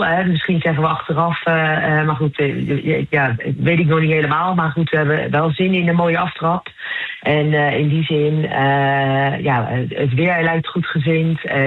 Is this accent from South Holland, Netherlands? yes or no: yes; De Lier, South Holland, Netherlands; Ik kom oorspronkelijk uit de Lier.